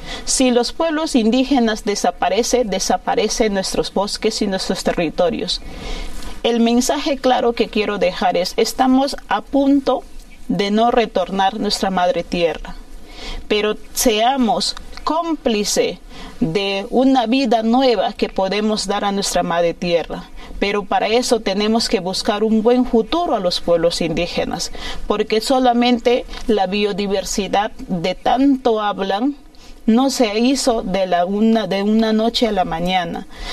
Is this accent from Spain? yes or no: no; Peru; porque nosotros como peruanos no nos sentimos representados por ella.